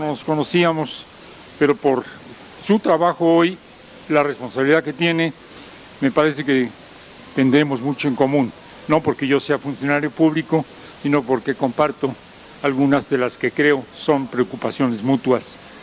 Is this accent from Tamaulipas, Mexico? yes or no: no; Mexico City, Mexico; Somos vecinos, yo soy chilango, vivo en la Ciudad de México.